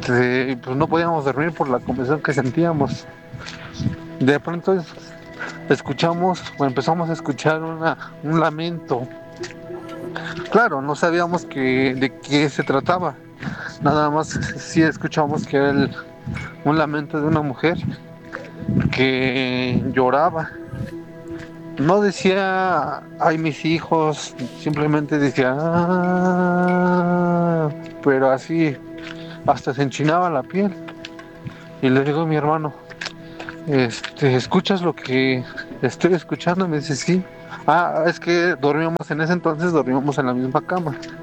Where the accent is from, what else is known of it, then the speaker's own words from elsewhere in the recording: Pachuca, Hidalgo, Mexico; soy de Pachuca, Hidalgo, y quisiera contar una historia que nos pasó a mi hermano mayor y a mí.